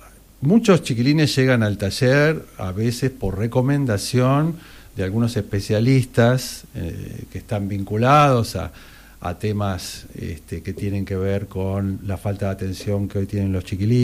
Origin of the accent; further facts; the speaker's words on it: La Plata, Buenos Aires Province, Argentina; Yo soy de La Plata.